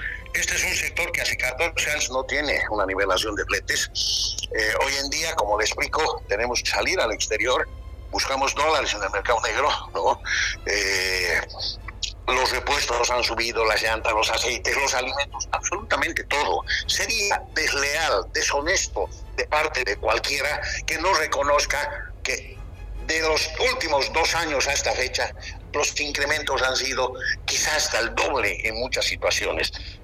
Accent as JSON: {"language": "Spanish", "country": "Bolivia", "said": "como boliviano, como empresario"}